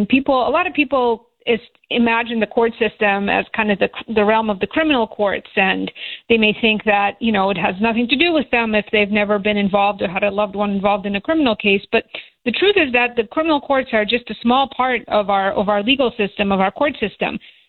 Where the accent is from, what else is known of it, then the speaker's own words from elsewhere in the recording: Russia; now in Chicago, United States; I've been in Chicago since 2013. I guess I've been living there longer than anywhere else. So I consider myself a Chicagoan, even though I'm originally from Russia.